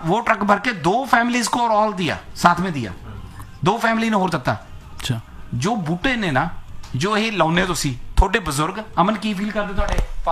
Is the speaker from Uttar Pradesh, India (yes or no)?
no; Punjab, India; हम लोग पंजाब से हैं